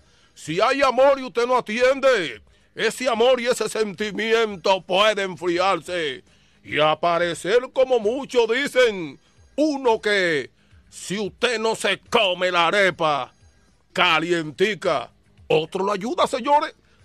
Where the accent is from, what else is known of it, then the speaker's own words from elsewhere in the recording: Dominican Republic; now in Boston, United States; Tanto problema que tiene mi tierra, señores.